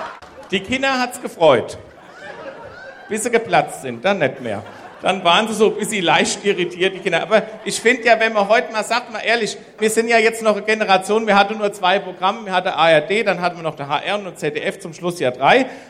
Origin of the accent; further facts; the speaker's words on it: Hesse, Germany; Wir haben ja noch Hausgeburte bei uns in Oberhessen. Ich komme jetzt wirklich auch aus Oberhessen. Da kennt man das noch.